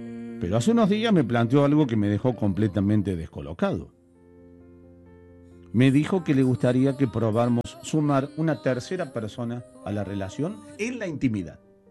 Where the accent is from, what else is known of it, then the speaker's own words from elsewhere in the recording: Bell Ville, Córdoba, Argentina; Está bien, yo soy de Belleville, ¿viste? Soy medio del campo, soy medio, qué sé yo, todavía, ¿viste?